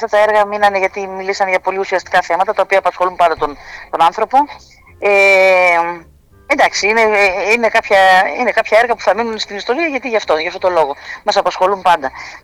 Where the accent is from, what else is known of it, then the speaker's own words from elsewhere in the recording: Eastern Macedonia and Thrace, Greece; born there; moved away; Που θα είμαι στην πόλη μου